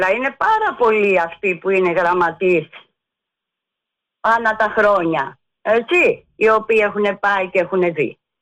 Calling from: Greece; Και σαν Ελληνίδα

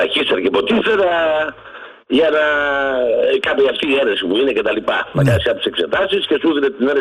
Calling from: Peristeri, Attica, Greece; από το Περιστέρι.

